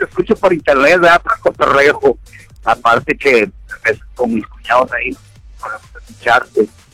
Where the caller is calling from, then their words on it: Tamaulipas, Mexico; yo soy de Tamaulipas, viejo, pero ahí me casé.